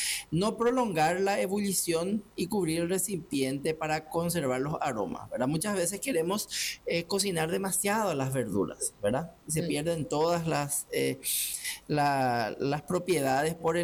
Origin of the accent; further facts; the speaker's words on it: Paraguay; Eso somos expertos los paraguayos en hacer infusiones